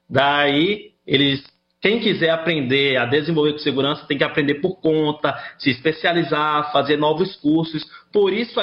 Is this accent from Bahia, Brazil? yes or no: yes; Salvador, Bahia, Brazil; Não, eu sou de Salvador, Salvador, Bahia.